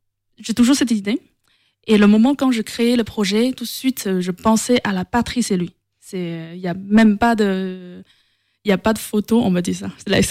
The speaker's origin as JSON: {"language": "French", "country": "China", "moved": "as an adult", "lives_now": "France", "said": "Alors déjà, je viens de la Chine."}